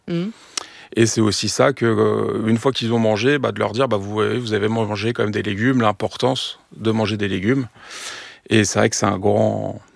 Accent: Meaux, Île-de-France, France; je viens de Meaux, du coup on a beaucoup, une terre de betterave, on va dire.

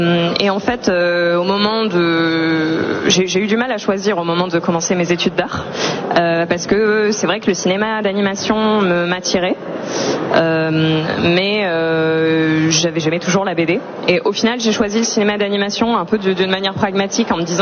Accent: Provence-Alpes-Côte d'Azur, France; dans ma région natale de Provence.

